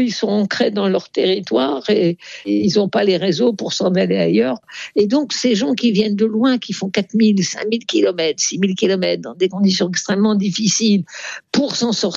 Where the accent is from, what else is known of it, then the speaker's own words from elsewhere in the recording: France; chez nous en France